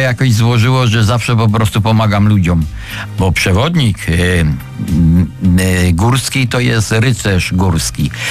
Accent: Silesian Voivodeship, Poland; ja byłem od dziecka z górami związany. Ja jestem Ślązakiem Cieszyńskim, ojciec się w Ustroniu urodził

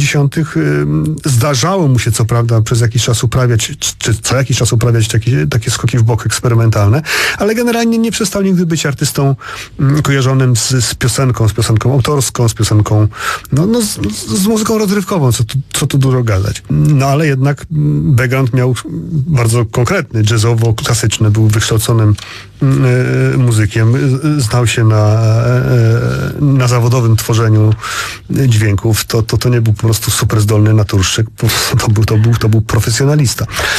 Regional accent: Warsaw, Masovian Voivodeship, Poland; No ja tutaj jako warszawiak

